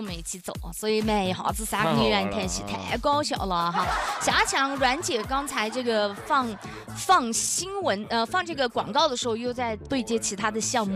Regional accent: Yunnan, China; 必须顶我们云南自己的人

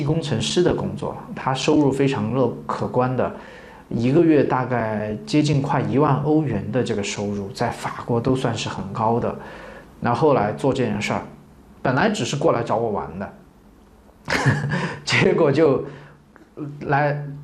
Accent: China; 我们中国人

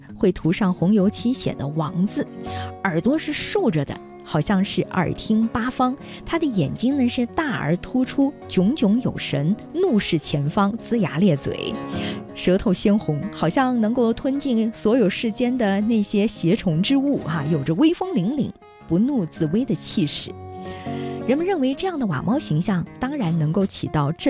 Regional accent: Yunnan, China; 咱们云南的方言

